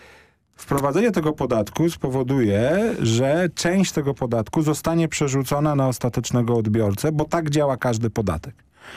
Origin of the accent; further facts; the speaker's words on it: Warsaw, Masovian Voivodeship, Poland; ja jestem z Warszawy